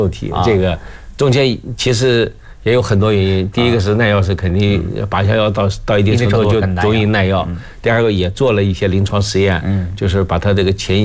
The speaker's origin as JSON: {"language": "Chinese", "country": "China", "said": "尤其我们中国人有这个改良了他这个方案以后。"}